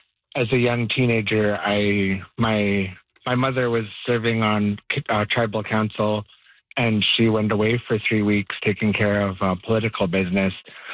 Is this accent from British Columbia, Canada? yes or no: yes; British Columbia, Canada; I am from the Saanich Peninsula, the Saanich Eilanganuk, the homeland of the Saanich people. I am from the village of Paquachin, that is located on the west side of the peninsula, just north of Brentwood Bay.